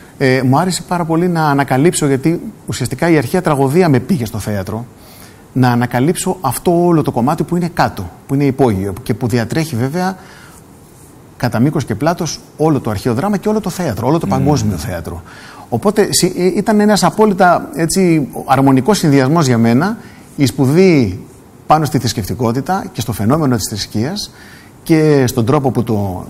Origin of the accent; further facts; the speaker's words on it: Greece; είμαι Έλληνας.